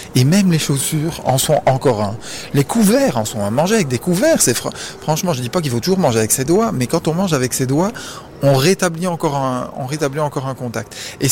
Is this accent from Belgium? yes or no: yes; Belgium; je suis belge en plus